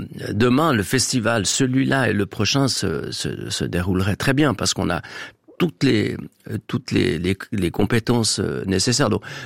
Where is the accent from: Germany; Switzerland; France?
Switzerland; Nyon, Vaud; also born or lived in Geneva; Alors moi, je suis un peu Vaudois, un peu Genevois, mais Genevois parce qu'on est proche de Genève. À Nyon, c'est ça, j'ai fait mes études à Genève, j'ai passé mon permis de conduire à Genève, j'ai fait du sport à Genève.